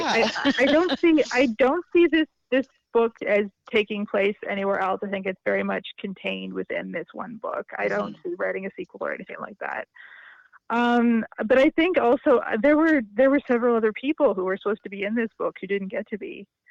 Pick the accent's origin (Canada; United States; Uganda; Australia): Canada; Nova Scotia; I'm from Nova Scotia originally, yeah.